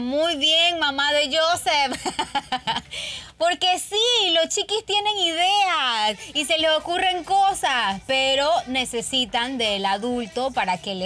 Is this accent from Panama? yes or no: yes; Colón, Panama; born there; moved away; mis papás viven en Colón y tienen muchos árboles frutales y cosas así. Entonces yo me fui para mi pueblo